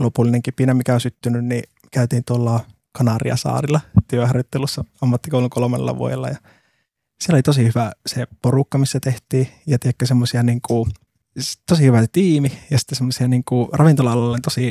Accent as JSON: {"language": "Finnish", "town": "Muhos", "region": "North Ostrobothnia", "country": "Finland", "also_born_or_lived": "Helsinki", "moved": "yes", "lives_now": "Oulu, Finland", "said": "Mä oon Muhokselta lähtenyt."}